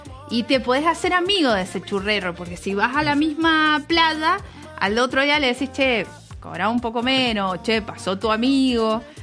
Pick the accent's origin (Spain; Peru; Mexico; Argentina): Argentina; Villa Gesell, Buenos Aires Province; Sí, yo me crié en Villa Gesell, lugar hermoso. Y que vuelvo todos los veranos a visitar familia y amigos.